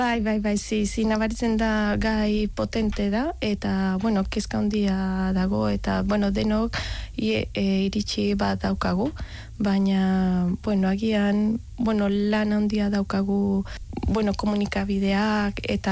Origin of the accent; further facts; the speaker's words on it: Bogotá, Colombia; born there; Basque is a second language; Ni irian, Bogota jaio nintzen, bai.